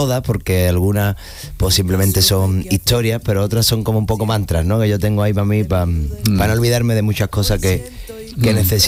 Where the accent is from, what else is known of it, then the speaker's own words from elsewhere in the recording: Sanlúcar de Barrameda, Andalusia, Spain; en Sanlúcar, mi tierra